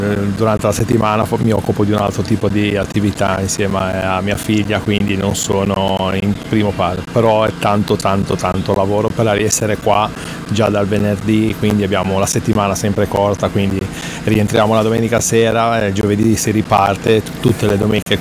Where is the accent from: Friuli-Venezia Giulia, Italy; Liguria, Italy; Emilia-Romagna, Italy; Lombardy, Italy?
Liguria, Italy; Chiavari; io sono di Chiavari, quindi giochiamo in casa